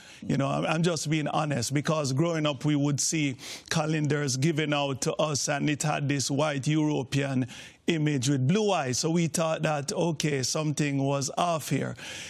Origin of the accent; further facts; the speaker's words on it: Jamaica; growing up in Jamaica, Christianity is the primary or the dominant religion there.